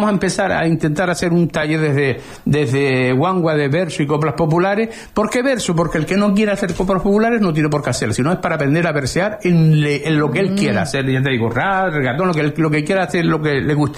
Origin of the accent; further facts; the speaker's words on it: Arrecife, Canary Islands, Spain; also born or lived in La Tiñosa; yo empecé desde niño viviendo, me trasladé de La Tiñosa a Arrecife, y creo que tengo, por lo menos yo mismo, me tengo un compromiso moral con Arrecife.